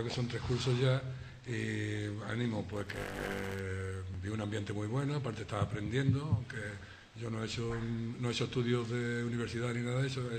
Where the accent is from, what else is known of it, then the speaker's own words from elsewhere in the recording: Villamartín, Andalusia, Spain; also born or lived in Málaga; now in Sanlúcar de Barrameda, Spain; soy de Villamartín, que está aquí al ladito, he vuelto a mi tierra